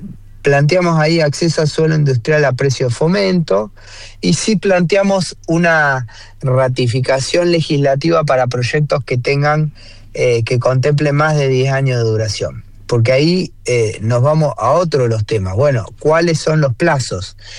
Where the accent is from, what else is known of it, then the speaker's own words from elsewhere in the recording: Rosario, Santa Fe, Argentina; somos santafesinos, somos rosarinos, somos más rosarinos que santafesinos y el orgullo lo tenemos